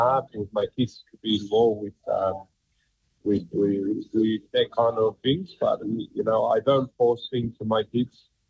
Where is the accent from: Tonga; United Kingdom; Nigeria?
Tonga; me being a kid that born and raised in Tonga, was I'm always keep my life very basic and very simple